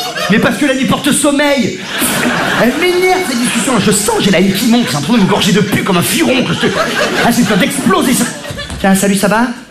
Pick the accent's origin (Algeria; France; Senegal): France; Provence-Alpes-Côte d'Azur